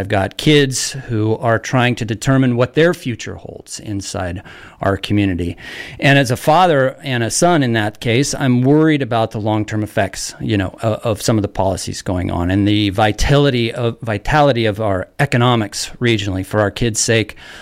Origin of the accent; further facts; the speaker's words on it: Port Townsend, Washington, United States; I am a father, a son, and a neighbor with roots in the Olympic Peninsula. I was born and raised in Jefferson County, Port Townsend Jefferson General Hospital back in the 70s, and I've lived here my entire life.